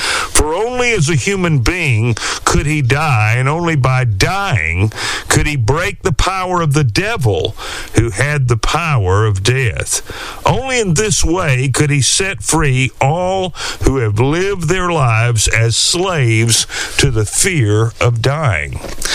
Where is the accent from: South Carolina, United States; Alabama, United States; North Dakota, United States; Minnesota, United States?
Alabama, United States; now in Texas, United States; I remember growing up in Alabama